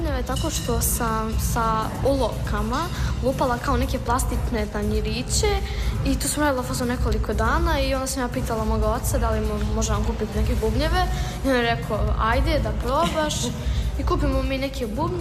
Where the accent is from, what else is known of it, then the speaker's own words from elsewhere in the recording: Čačak, Šumadija and Western Serbia, Serbia; imam 11 godina i dolazim iz Čačka.